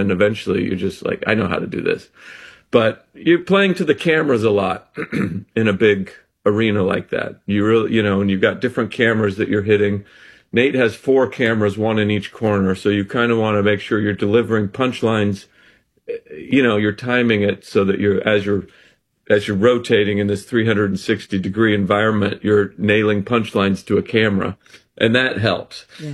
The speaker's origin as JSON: {"language": "English", "region": "Idaho", "country": "United States", "said": "I'm from Southern Idaho."}